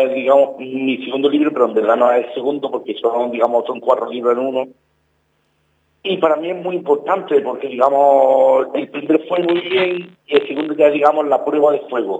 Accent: Andalusia, Spain; moved away as an adult; now in Pegalajar, Spain; soy de Guadalajara, de un pueblo de Granada.

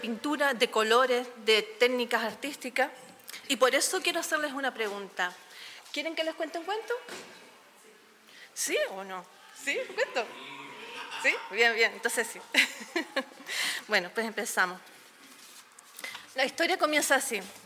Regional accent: Canary Islands, Spain; Una celebración que forma parte de nuestra historia, de nuestra familia y de nuestra identidad como canaria.

